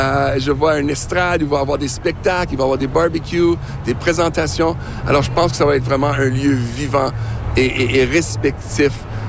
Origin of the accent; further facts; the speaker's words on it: Manitoba, Canada; comme peuple autochtone, moi, je suis métisse de la Rivière-Rouge.